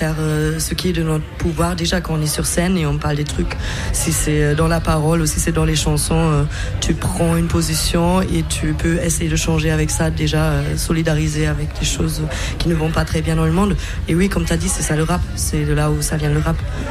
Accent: Germany; first language German; French is a second language; moved away; Je suis allemande, en fait.

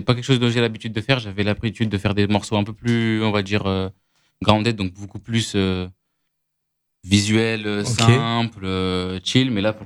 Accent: Auvergne-Rhône-Alpes, France; moved away as an adult; now in Paris, France; Je viens de pas loin de Lyon.

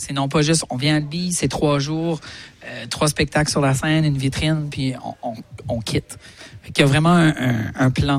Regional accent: Canada; Et le sommet 2028 aura lieu chez nous, au Canada.

